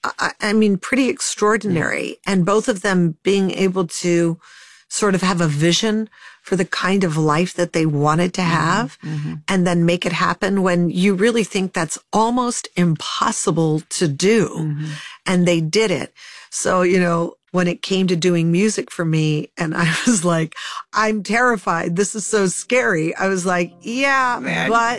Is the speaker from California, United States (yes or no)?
yes; Los Angeles, California, United States; I grew up in the Hollywood Hills.